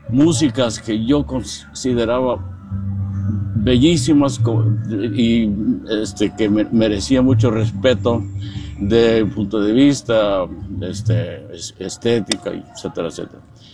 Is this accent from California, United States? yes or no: yes; Bakersfield, California, United States; also born or lived in Oakland / Arroyo Grande; Y por eso nací en Oakland. Pero eventualmente, después de vivir un rato en Arroyo Grande, en la costa de California Central, nos establecimos en Bakersfield. Yo tenía como 5 años.